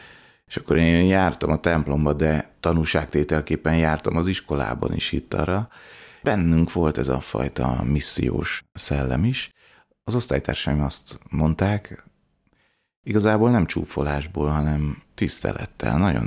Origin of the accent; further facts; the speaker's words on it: Budapest, Hungary; Egy 4 gyermekes családba születtem, szüleim nagyon-nagyon hittel neveltek bennünket.